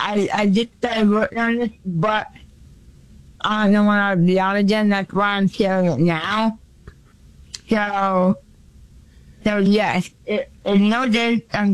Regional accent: New England, United States; So I'm from New England.

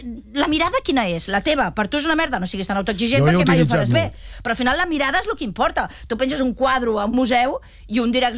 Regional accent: Barcelona, Catalonia, Spain; Jo vinc de zona alta. Jo baixo, sóc una burgesa, vinc de l'Eixample.

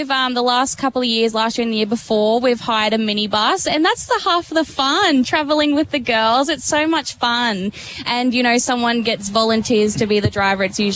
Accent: Queensland, Australia; So I grew up in Queensland, and the area I grew up in was really rugby league based

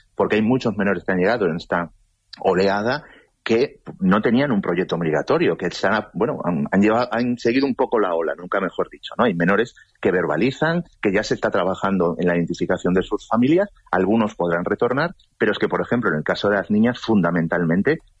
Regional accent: Galicia, Spain; A mí me sorprende, yo soy gallego, el Partido Popular lleva 40 años gobernando en Galicia

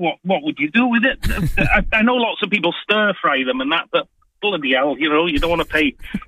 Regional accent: Wales, United Kingdom; first language Welsh; English is a second language; moved away; I'm from Wales originally.

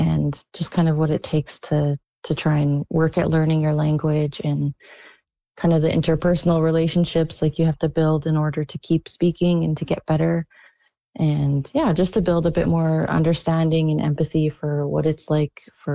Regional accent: British Columbia, Canada; I grew up on Okanagan Indian Band, and I did some learning of in Sealishin like during kindergarten and a little bit growing up

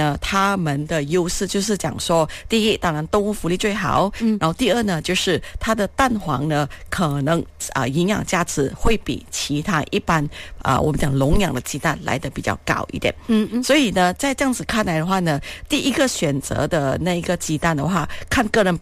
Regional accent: Malaysia; 那我们比如说我们马来西亚人如果去买蛋，超市就是零零种种的

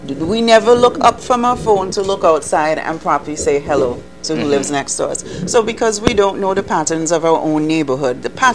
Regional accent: Coolidge, Saint George, Antigua & Barbuda; now in McKinnon's, Antigua; my entire childhood, my life, everything was built in the north. You know, I grew up in Coolidge. I spent most of my summers in McKinnon's. I live in McKinnon's. I have family in Yorks. I have family in Hodges Bay, Blue Water, all of that.

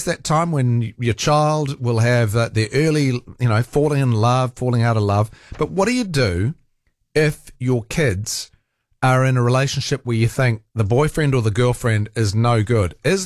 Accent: Rotorua, Bay of Plenty, New Zealand; I grew up in Rotorua, where my dad worked at the Forest Research Institute

